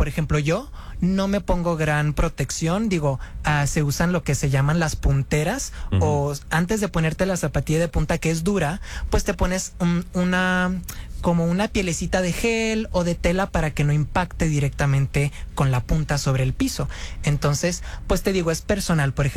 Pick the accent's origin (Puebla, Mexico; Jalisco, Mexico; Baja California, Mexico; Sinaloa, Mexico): Sinaloa, Mexico; Culiacán; moved away; also born or lived in Mexico City; me regresé a Culiacán, yo soy sinaloense